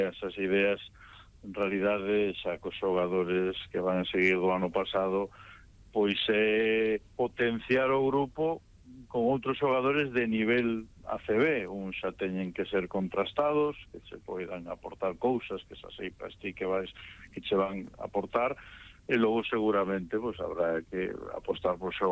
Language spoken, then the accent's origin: Galician; Galicia, Spain; now in A Coruña, Spain; Bueno, eu son mariñán de Lugo, fun abonado do Brogán, vivo na Coruña